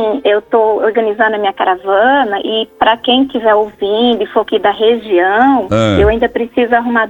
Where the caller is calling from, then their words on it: Fátima do Sul, Mato Grosso do Sul, Brazil; Eu falo de Fátima do Sul, Mato Grosso do Sul.